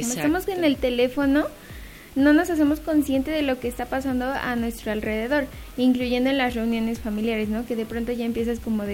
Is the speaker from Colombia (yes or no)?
no; Mexico; la alimentación que ya de por sí traemos como mexicanos